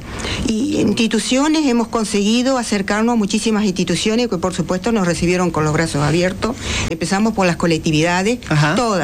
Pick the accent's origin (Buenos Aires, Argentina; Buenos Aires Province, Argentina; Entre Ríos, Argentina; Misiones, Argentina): Entre Ríos, Argentina; Hernandarias; moved away